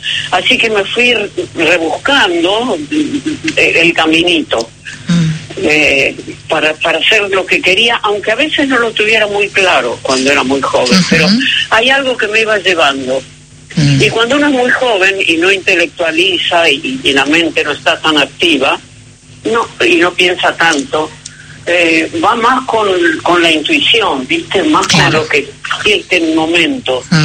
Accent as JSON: {"language": "Spanish", "region": "Buenos Aires", "country": "Argentina", "tie": "born or raised there", "also_born_or_lived": "Mar del Plata", "said": "me fui muy temprano, así que soy porteña, digamos."}